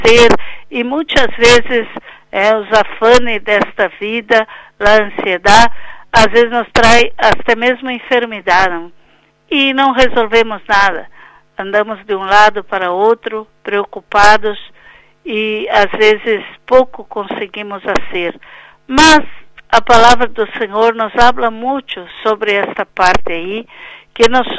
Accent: Brazil; accent: Brazilian; now in Uruguay; eu sou o sotaque brasileiro, não?

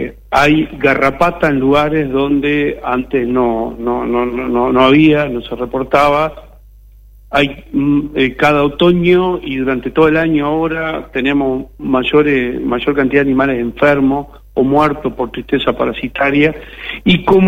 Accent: Río Negro, Uruguay; somos medio jotarraño, de Río Negro

